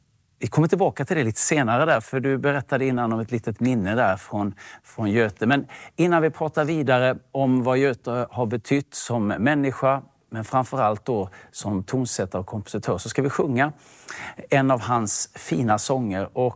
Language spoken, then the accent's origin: Swedish; Malmö, Skåne, Sweden; vi är ju från Malmö båda två.